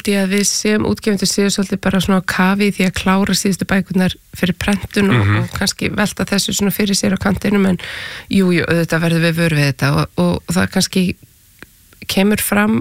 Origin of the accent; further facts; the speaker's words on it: Reykjavik, Capital Region, Iceland; also born or lived in Spain / Copenhagen, Denmark; Já, ég er borgabarn, ég er bara ólst upp í Vesturbænum.